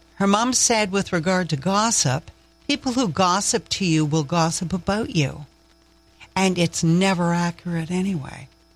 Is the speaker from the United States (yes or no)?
no; Bedford, Nova Scotia, Canada; I'm from Bedford, Nova Scotia. I grew up, my father was a naval officer, and my mother was as well. Both stationed in Halifax, fell in love with it.